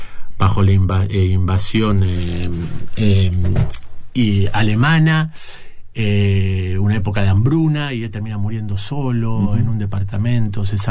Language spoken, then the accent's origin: Spanish; Buenos Aires, Argentina; moved away as an adult; now in Montevideo, Uruguay; cuando apareció la oportunidad de venir a vivir a Montevideo, enfrente de Buenos Aires, yo soy porteño